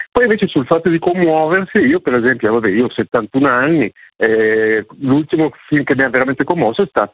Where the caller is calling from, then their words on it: Lombardy, Italy; io abito fuori Milano